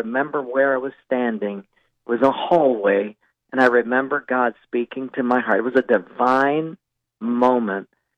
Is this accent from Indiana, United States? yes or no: no; Palolo Valley, Hawaii, United States; first language Pidgin English; I grew up in the metropolis of Palolo Valley. And it was a wonderful upbringing, and my first language was Pidgin English.